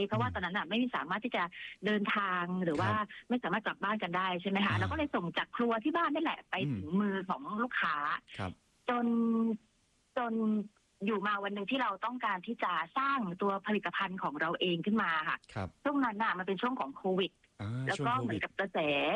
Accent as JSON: {"language": "Thai", "region": "Phatthalung", "country": "Thailand", "tie": "born there", "moved": "as an adult", "said": "เป็นสาวพัทลุงโดยกำเนิดนะคะ"}